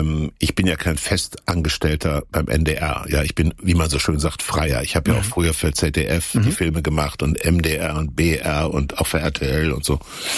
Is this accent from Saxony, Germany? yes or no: no; Kassel, Hesse, Germany; born there; Und nun gibt es aber auch Menschen aus meiner Geburtsstadt Kassel, die woanders wieder sehr tiefe Wurzeln genommen haben.